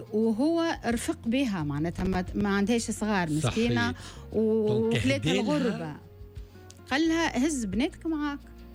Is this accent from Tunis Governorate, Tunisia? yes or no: no; Monastir, Monastir Governorate, Tunisia; also born or lived in Sfax; بنت المنستير، مولاية المنستير، بابا مسحلين وامي مستيرية